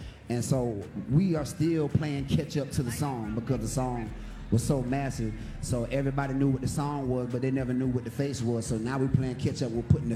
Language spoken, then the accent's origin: English; Wagner, South Carolina, United States; I'm all from Wagner, South Carolina.